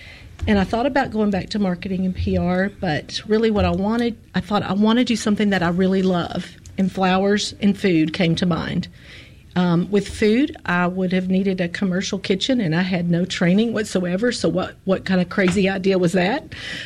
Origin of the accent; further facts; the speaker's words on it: Memphis, Tennessee, United States; moved away as an adult; now in Jackson, United States; So really and truly, while I grew up in Memphis, I've been in Jackson longer than Memphis.